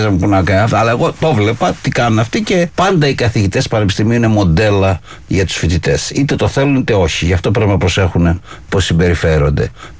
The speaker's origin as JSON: {"language": "Greek", "town": "Pylos", "region": "Peloponnese", "country": "Greece"}